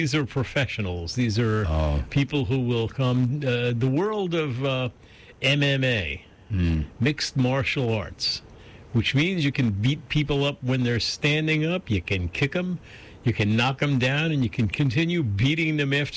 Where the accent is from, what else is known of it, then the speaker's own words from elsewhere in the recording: New Jersey, United States; moved away; I was from New Jersey